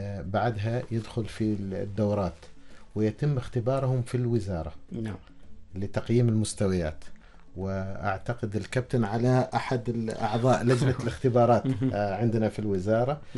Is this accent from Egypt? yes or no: no; Oman; إحنا لو رجعنا تاريخنا كعمانيين